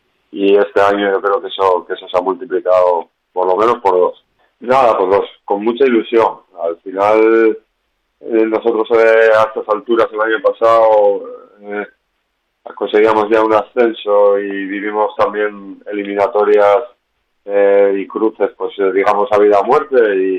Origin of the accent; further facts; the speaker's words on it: Santander, Cantabria, Spain; yo soy del Racing de Santander, porque bueno, soy de allí.